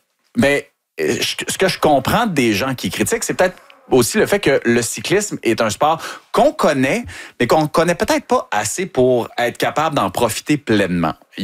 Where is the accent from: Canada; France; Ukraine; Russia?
Canada; Montreal, Quebec; Justement, on a un dilemme en tant que Montréalais cette semaine.